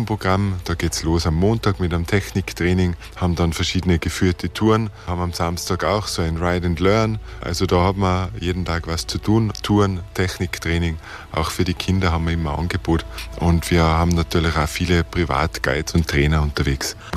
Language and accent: German; Oberndorf in Tirol, Tyrol, Austria; Bin hier in der Gegend in Oberndorf bei St. Johann groß geworden, habe fast immer da gelebt.